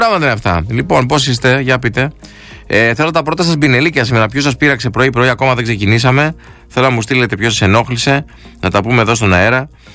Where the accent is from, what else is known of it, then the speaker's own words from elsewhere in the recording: Thessaloniki, Central Macedonia, Greece; now in Athens, Greece; Στη Θεσσαλονίκη, την ιδιαίτερη πατρίδα μου